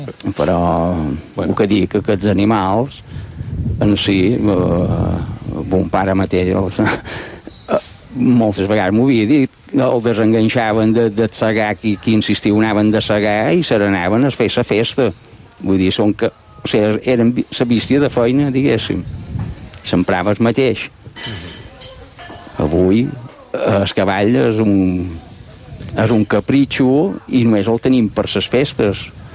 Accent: Ciutadella, Balearic Islands, Spain; jo vaig començar a Ciutadella, som de Ciutadella i vaig començar allà.

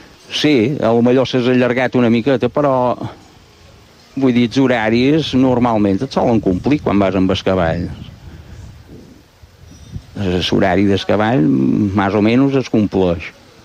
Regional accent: Ciutadella, Balearic Islands, Spain; jo vaig començar a Ciutadella, som de Ciutadella i vaig començar allà.

